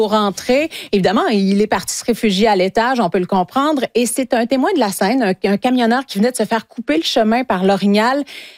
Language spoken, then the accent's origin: French; Lac-Saint-Jean, Quebec, Canada; Écoutez, j'ai grandi au Lac-Saint-Jean. J'en ai passé du temps en forêt.